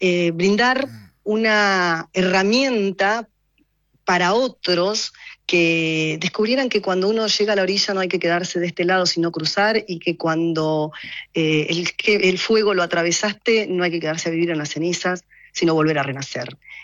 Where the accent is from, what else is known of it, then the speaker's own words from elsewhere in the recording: Río Negro, Argentina; Bueno, yo en realidad vengo de la Patagonia, de Río Negro, de familia de laburantes, de mucho trabajo